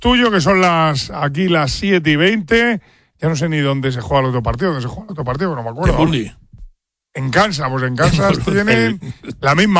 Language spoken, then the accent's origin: Spanish; Spain; Pero nosotros somos los españoles, les hemos ganado las últimas 3 veces.